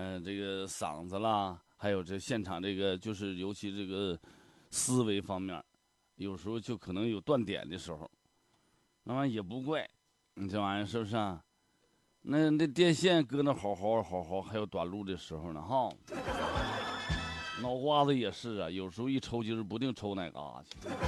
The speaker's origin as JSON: {"language": "Chinese", "region": "Northeast China", "country": "China"}